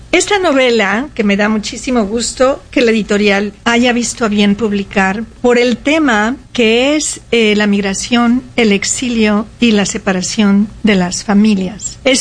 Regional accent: Veracruz, Mexico; now in Seattle, United States; Yo soy originalmente de Veracruz, México, pero llevo varios años radicando en esta hermosa ciudad, la ciudad de Esmeralda, Seattle, donde siempre llueve.

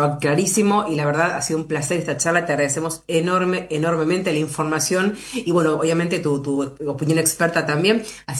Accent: Argentina; ¿En qué punto o en qué lugar nos paramos como sociedad argentina frente a esta tecnología?

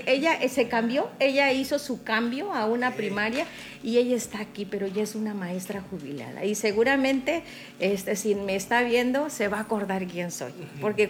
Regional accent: Palizada, Campeche, Mexico; soy originaria de Palizada

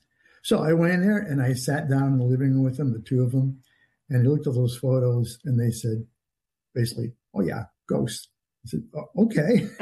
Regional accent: Connecticut, United States; I grew up in New England, Connecticut specifically

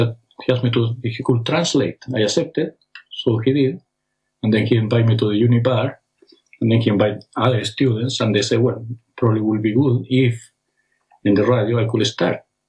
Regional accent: Chile; English is a second language; moved away as an adult; now in Canberra, Australia; I'm a refugee from Chile, actually.

